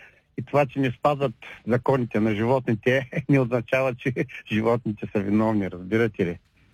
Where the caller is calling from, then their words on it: Ruse Province, Bulgaria; аз съм от Русенско